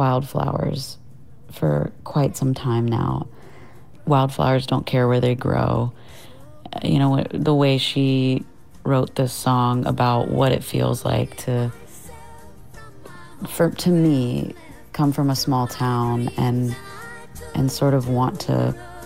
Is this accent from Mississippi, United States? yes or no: yes; Meridian, Mississippi, United States; this is a song I could have used when I was growing up in Meridian, Mississippi.